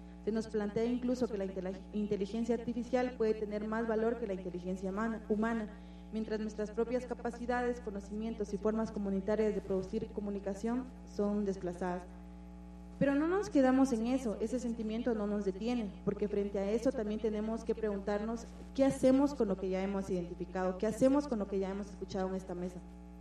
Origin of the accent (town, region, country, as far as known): Guatemala